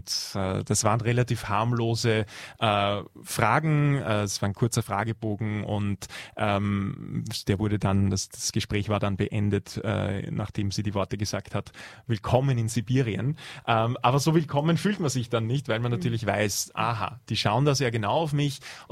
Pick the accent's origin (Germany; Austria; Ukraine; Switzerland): Austria; als Österreicher ist man natürlich bei